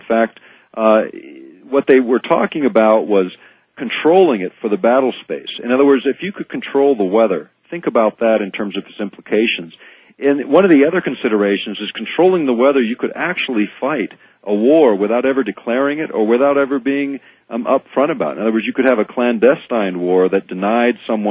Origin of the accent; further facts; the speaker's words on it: Alaska, United States; when I grew up in Alaska as a young kid, by October we always had snow on the ground